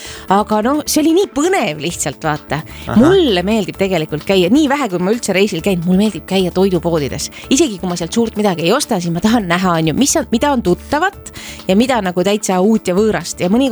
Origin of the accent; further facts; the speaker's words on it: Latvia; Estonian is a second language; Ma olen lätlane. Ma olen lätlane